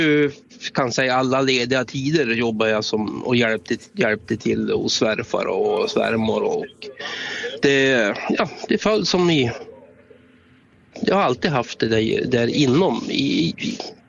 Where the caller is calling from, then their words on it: Umeå, Västerbotten County, Sweden; Jag kommer ner från Umeå.